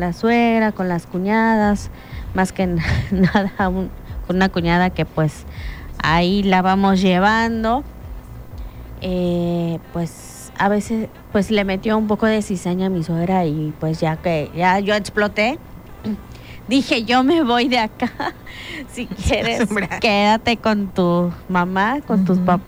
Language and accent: Spanish; Cozumel, Quintana Roo, Mexico; moved away as an adult; ya cuando ya nos venimos a vivir para acá, para este lado, porque pues recuerden que somos de Cozumel